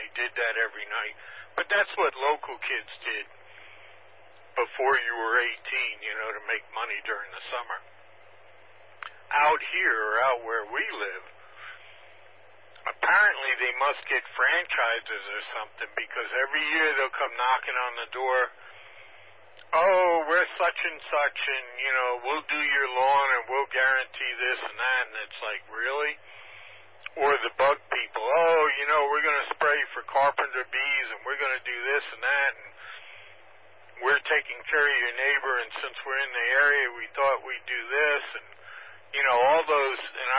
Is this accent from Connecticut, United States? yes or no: no; New York, United States; moved away; growing up in New York